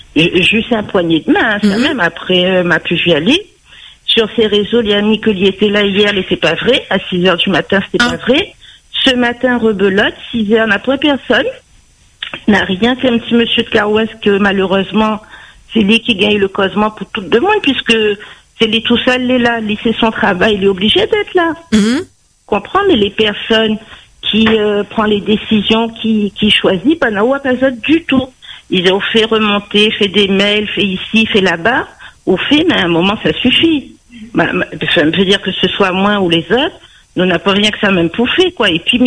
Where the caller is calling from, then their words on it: Saint-Leu, Réunion; je parle pour la population de Saint-Leu.